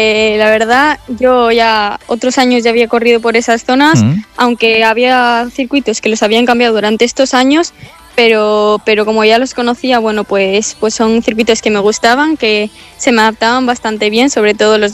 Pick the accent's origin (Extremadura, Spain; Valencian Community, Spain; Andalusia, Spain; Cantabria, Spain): Cantabria, Spain; Sí, la verdad que muy contenta con el resultado, tanto como por la primera cántabra como por entrar en las primeras posiciones de la general.